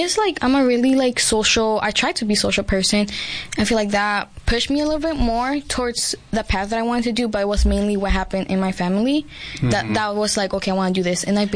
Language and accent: English; Yuma, Arizona, United States; born there; also born or lived in California; And then I moved to Yuma, like my fifth grade year.